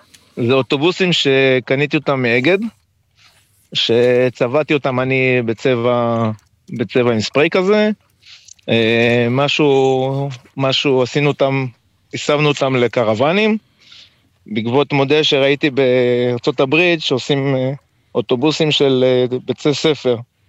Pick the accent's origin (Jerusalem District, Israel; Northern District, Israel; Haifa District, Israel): Northern District, Israel; Ne'ot Golan; born there; אני עוד מעט בן 50 ואני נולדתי פה, כן?